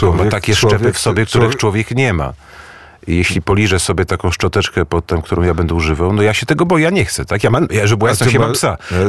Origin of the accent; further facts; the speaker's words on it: Warsaw, Masovian Voivodeship, Poland; Chodzę, lubię Warszawę. Jestem stąd. Urodziłem się tutaj i pewnie tutaj zejdę z tego świata.